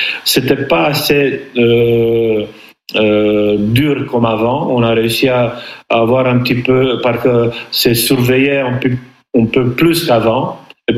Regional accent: Brașov, Brașov County, Romania; même ici chez nous à Brasov

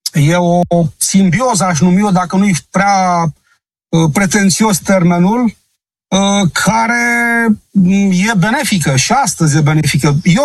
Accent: Romania; Eu sunt român, sunt român, e o grămadă.

